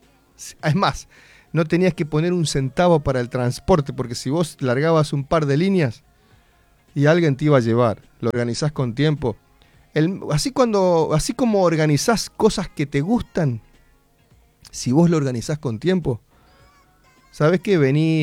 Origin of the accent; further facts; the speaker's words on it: Mendoza, Argentina; accent: cuyano; Mis hijas me retan, no es pollo, papá, si vos sos mendocino.